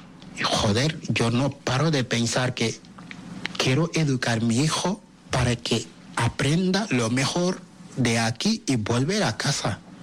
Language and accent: Spanish; Senegal; now in Spain; Yo hablo de Senegal, o sea, somos más de 18 millones de habitantes.